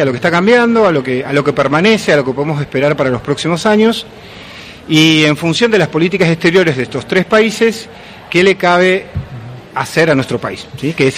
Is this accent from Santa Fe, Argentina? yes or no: yes; Santa Fe, Argentina; una de las preocupaciones como santafesinos, ¿no?, no solo como argentinos